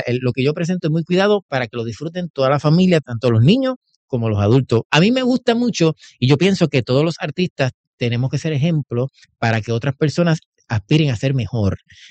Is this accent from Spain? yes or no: no; Juncos, Puerto Rico; also born or lived in Caguas; En Juncos, ahí estudié escuela elemental, intermedia, en el hospital regional de Caguas nací, porque obviamente en Juncos pues no se atienden partos, pero nací en Caguas y luego paso a Juncos y ahí crecí, ahí me crié y actualmente vivo en Juncos.